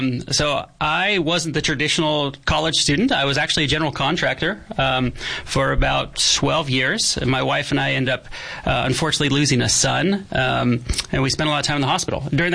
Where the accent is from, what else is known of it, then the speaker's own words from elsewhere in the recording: Oregon, United States; moved away as an adult; now in Yuma, United States; I'm originally from Oregon.